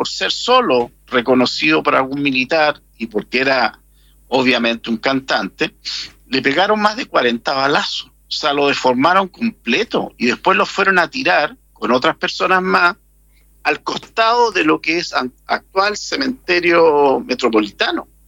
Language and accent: Spanish; San Ignacio, Ñuble, Chile; born there; nacido cerca, en la provincia de Ñuble, me parece que en Quiriquina, cerca donde yo nací, en San Ignacio